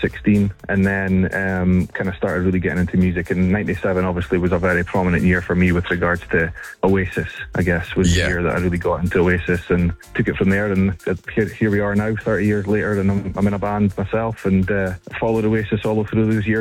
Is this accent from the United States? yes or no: no; Aberdeen, Scotland, United Kingdom; Yes, yeah. Grew up in Aberdeen.